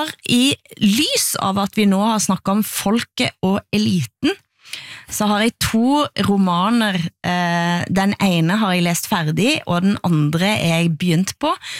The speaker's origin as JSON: {"language": "Norwegian", "town": "Erfjord", "region": "Rogaland", "country": "Norway", "tie": "born or raised there", "said": "der jeg vokste opp I Erfjord"}